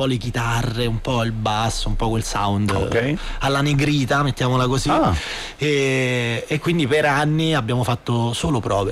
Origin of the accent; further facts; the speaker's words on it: Latina, Lazio, Italy; io vengo da Latina.